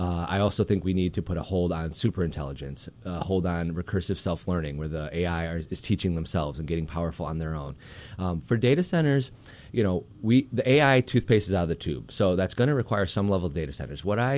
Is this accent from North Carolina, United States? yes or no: no; Rockford, Illinois, United States; I am from the Rockford area. I've actually lived in Central Illinois for a handful of years as well. But I am from a working class family, just people who come from nothing.